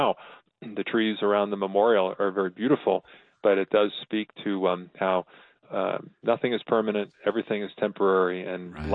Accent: Long Island, New York, United States; I'm from New York. Mm-hmm. I grew up on Long Island

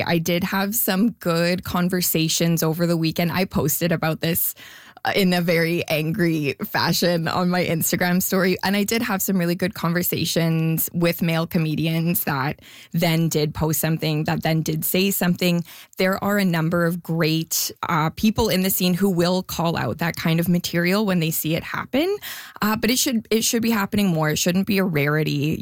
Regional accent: Canada; You know, I'm a Canadian comedian and he is on Netflix.

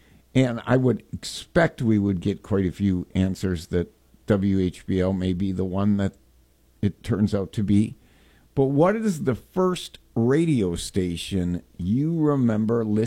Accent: Clintonville, Wisconsin, United States; because I grew up in Clintonville, you know, the talk station was WTQ.

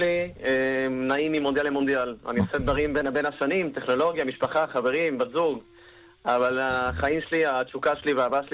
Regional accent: Argentina; אז בתור ארגנטינאי, הולכת למסי

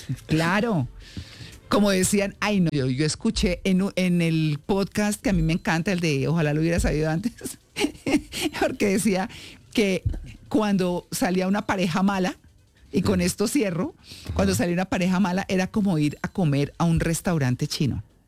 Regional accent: Colombia; now in Charlotte, United States; ustedes saben que ando de visita feliz en mi país.

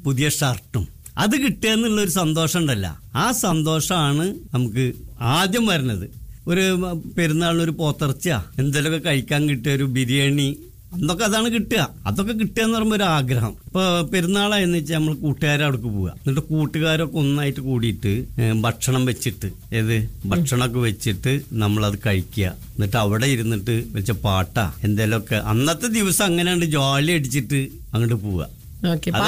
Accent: Chavakkad, Kerala, India; ഞങ്ങളെ ചാവക്കാടിന് mini Gulf എന്നുള്ള പേര് വന്നത്.

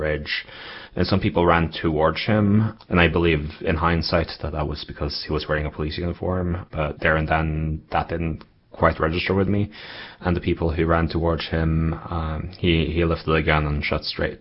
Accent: Oslo, Norway; I think part of it is just exposure, like growing up in that neighborhood and having friends and peers from all around the world of all sorts of different faiths

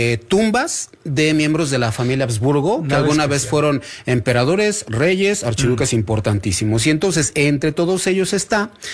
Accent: Mexico; Ya sabes cómo somos los mexicanos, ¿no?

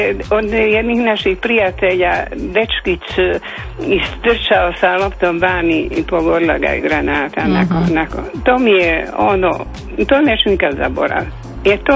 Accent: Šibenik, Šibenik-Knin County, Croatia; moved away as an adult; now in Rijeka, Croatia; ja vas zovem iz Rijeke, ali ja sam iz Šibenika. Uh-huh. Sa 20 godina da sam došla sa mužem

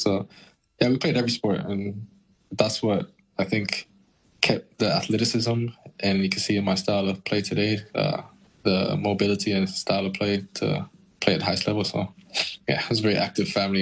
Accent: Canada; But at the end of the day, all I knew was Canadian. I grew up in Canada. All my friends from Canada.

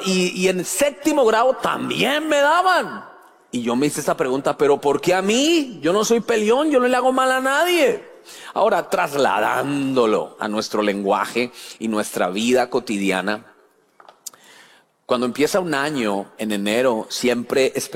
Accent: Bogotá, Colombia; yo soy colombiano, yo sé que a veces suena como mexicano, colombiano, pero soy bogotano

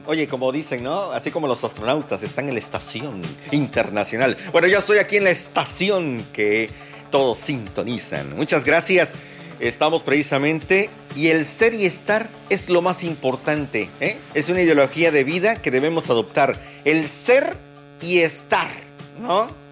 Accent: Mexico; somos mexicanos. Para empezar, que vivimos en este lugar bendito llamado, ¿cómo se llama? Ciudad del Carmen, Campeche, México.

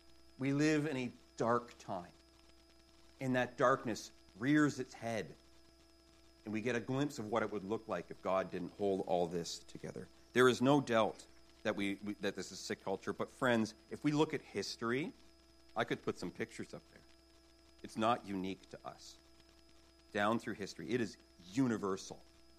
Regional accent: Canada; I'm Canadian, right?

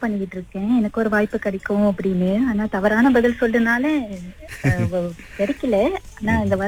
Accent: Malaysia; moved away as an adult; now in Sungai Buloh, Malaysia; நான் பிறந்தது வளர்ந்தது எல்லாம் தமன்சாராவில தான். திருமணத்திற்கு பிறகு சில ஆண்டுகள் தமன்சாராவில தான் இருந்தேன். கடந்த 5 வருடங்கள் சொந்த வீடு வாங்கிட்டு இங்க சுங்கைப்புலுவுக்கு வந்துட்டோம்.

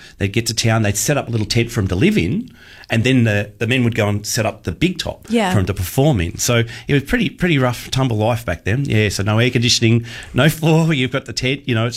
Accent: Australia; So I grew up travelling Australia. I'm fifth generation circus.

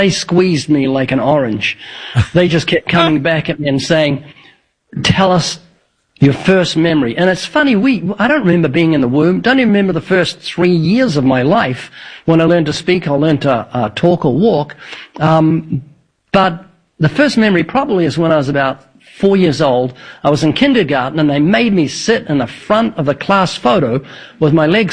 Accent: New Zealand; born there; accent: slight New Zealand; moved away; how I was born twice in New Zealand. I've got a slight New Zealand accent, you'll notice.

